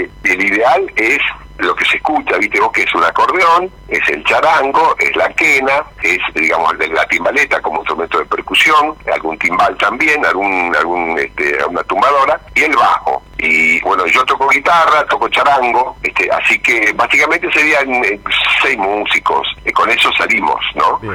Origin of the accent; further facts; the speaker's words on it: Mercedes, Buenos Aires Province, Argentina; moved away as an adult; now in Buenos Aires, Argentina; de Mercedes. Está bien, soy de Mercedes, de la provincia de Buenos Aires.